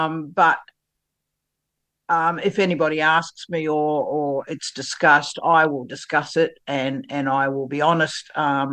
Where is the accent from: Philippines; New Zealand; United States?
New Zealand; moved away as an adult; I came over from New Zealand, and I was working in a nursing in a hospital